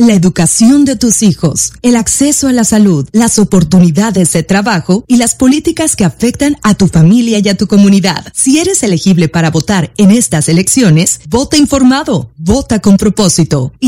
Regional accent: Mexico; nos da muchísimo gusto, como mexicanos

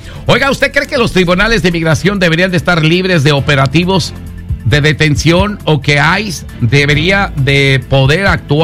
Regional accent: Mexico; soy mexicano. Yo soy mexicano.

